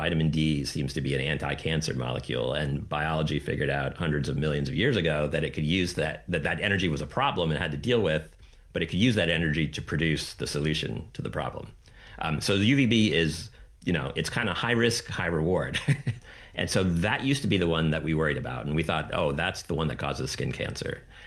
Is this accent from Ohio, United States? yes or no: no; Florida, United States; Like, I grew up in Florida in the 80s and 90s.